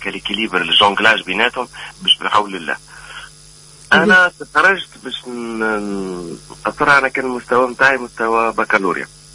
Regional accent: Tunisia; moved away as an adult; احنا هنا عندنا في تونس

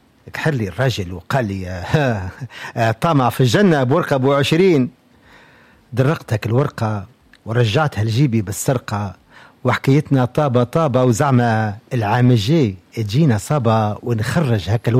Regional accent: Tunisia; احنا ولاد تونس ونقعد ديما نحبوا بلادنا إن شاء الله.

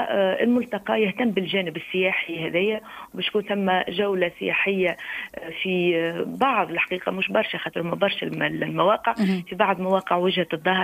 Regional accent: Tunisia; عندنا في تونس

